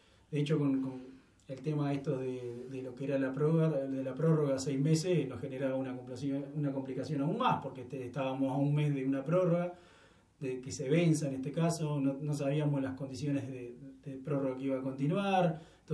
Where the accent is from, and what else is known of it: Argentina